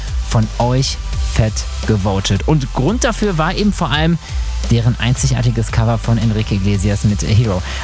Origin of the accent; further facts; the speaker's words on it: Dorsten, North Rhine-Westphalia, Germany; Und dann kommt der Jute auch noch aus meiner Heimat, aus Dorsten in NRW.